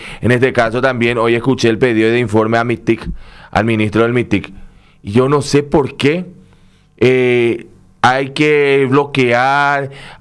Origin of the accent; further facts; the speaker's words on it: Asunción, Paraguay; yo me crié en Asunción, no soy del interior del país. Después de viejo pisé el interior del país.